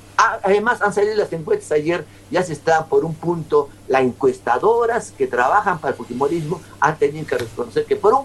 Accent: Peru

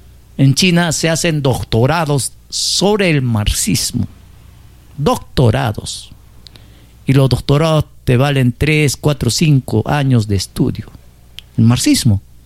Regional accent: Peru

